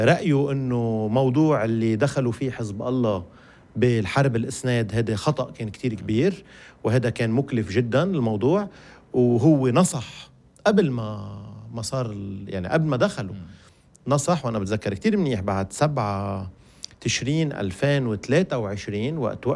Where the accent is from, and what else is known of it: Lebanon